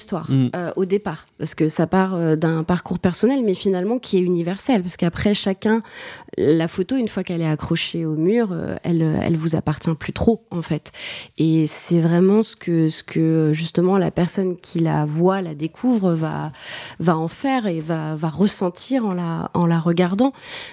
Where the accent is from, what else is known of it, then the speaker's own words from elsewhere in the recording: Centre-Val de Loire, France; moved away; Je viens du Val-de-Loire